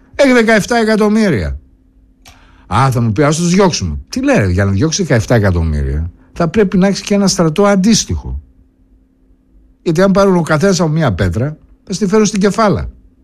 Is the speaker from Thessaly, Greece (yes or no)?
no; Thessaloniki, Central Macedonia, Greece; accent: Attic dialect; Έτυχε να είμαι Θεσσαλονικιός που είχα Αττική διάλεκτο και μου λέγανε: πού είσαι από Θεσσαλονίκη? Αποκλείεται να είσαι από Θεσσαλονίκη, δεν έχεις το λό, δεν το χαλαρώ.